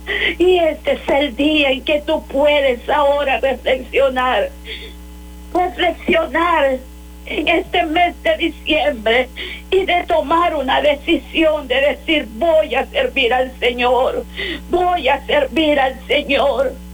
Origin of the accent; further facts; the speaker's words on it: Honduras; moved away; en mi país Honduras